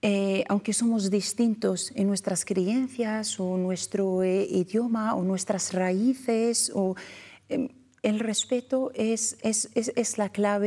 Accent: Spain; musulmán, soy español, soy árabe, soy amazigh.

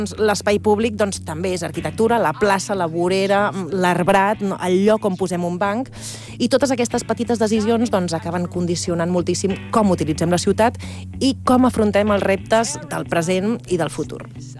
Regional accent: Barcelona, Catalonia, Spain

